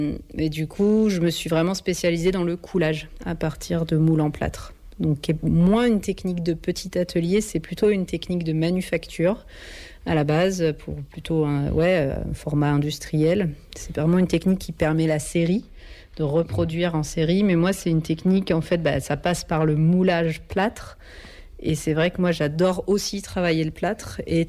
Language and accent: French; Reims, Grand Est, France; moi, je suis originaire de Reims.